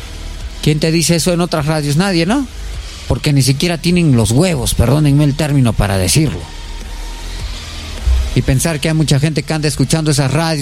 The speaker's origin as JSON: {"language": "Spanish", "country": "Peru", "said": "no valemos nada como peruanos, como ciudadanos."}